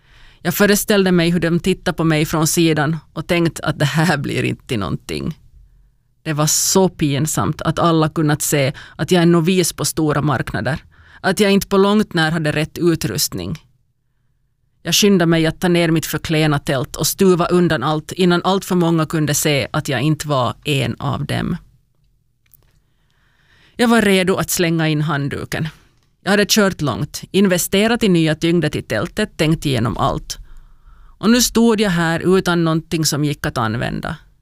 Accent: Vaasa, Ostrobothnia, Finland; och jag kommer från Vasa.

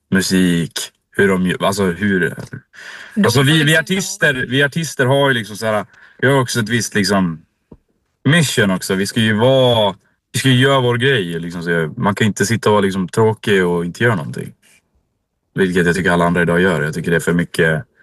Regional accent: Dalarna County, Sweden; Det är för att vi är från Dalarna, det är med.

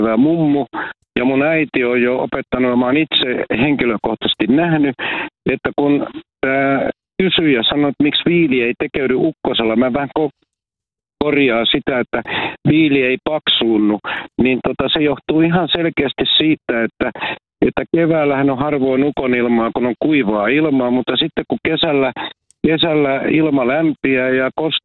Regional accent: Ruovesi, Pirkanmaa, Finland; now in Vihti, Finland; mä oon maalta lähtöisin Luovedeltä ja asun edelleen maalla Vihdin kirkonkylässä.

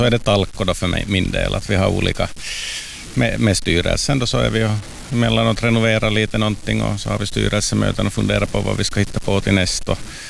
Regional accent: Helsinki, Uusimaa, Finland; moved away as an adult; now in Ostrobothnia, Finland; Jag kommer från Helsingfors.

